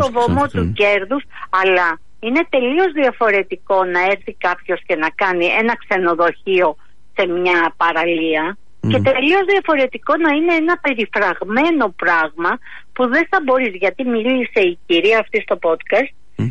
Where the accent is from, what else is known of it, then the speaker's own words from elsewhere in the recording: Greece; Είμαι Έλληνας. Είμαι Έλληνας γιατί μετέχω της ελληνικής παιδείας, έχω γεννηθεί εδώ πέρα, ανήκω στο ελληνικό κράτος ως πολίτης.